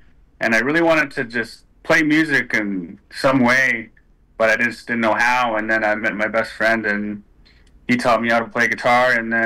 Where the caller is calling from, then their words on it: Stanley Mission, Saskatchewan, Canada; I'm calling from Stanley Mission, Saskatchewan. It's an hour north of my hometown.